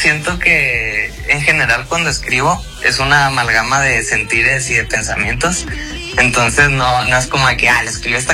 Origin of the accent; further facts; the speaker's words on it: Culiacán, Sinaloa, Mexico; soy de Culiacán